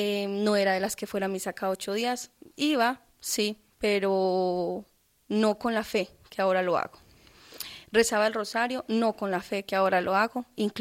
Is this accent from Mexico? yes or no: no; Colombia; soy colombiana. Uh-huh. Nací en una familia muy creyente, católica toda la vida.